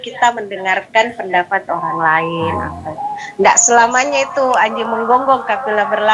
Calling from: South Sulawesi, Indonesia; Apalagi kalau kita Bugis Makassar.

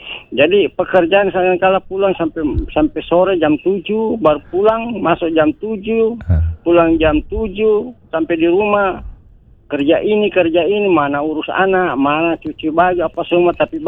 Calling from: Palu, Central Sulawesi, Indonesia; Saya dari Palu sependapat sama Ibu sebagai narasumber.

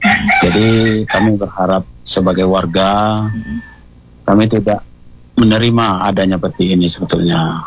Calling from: Indonesia; daerah kami, khususnya daerah kami ini Teluk Langkap

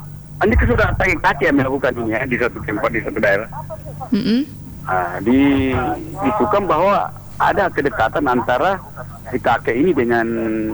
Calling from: Lembang, South Sulawesi, Indonesia; di Lembang, Kabupaten Pindrang, Sulawesi Selatan.

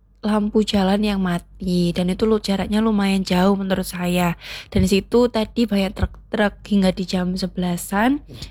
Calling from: Buduran, East Java, Indonesia; dari Buduran.

